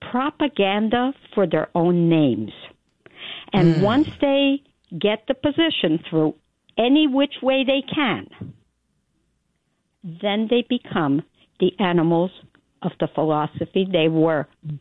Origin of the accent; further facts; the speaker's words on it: Newark, New Jersey, United States; I was born and raised in Newark.